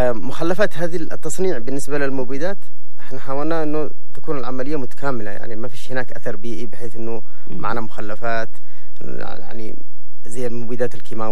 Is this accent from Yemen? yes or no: yes; Yemen; فبطبيعتنا إحنا كيمنيين، إحنا مجتمع زراعي،